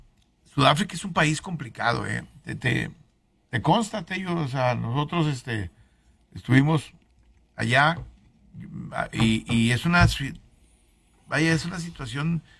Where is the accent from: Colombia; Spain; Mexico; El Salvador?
Mexico; Bueno, perdón, güey, pues soy mexicano.